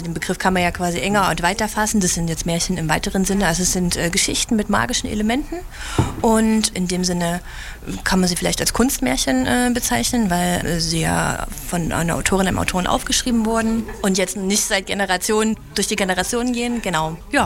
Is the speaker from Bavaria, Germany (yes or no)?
no; Chemnitz, Saxony, Germany; Ich glaube, das tut gut als Chemnitzer und Chemnitzerin, den, wie gesagt, den Blick aufs Positive zu lenken, weil es wird ja so oft negativ empfunden, vieles, was in Chemnitz ist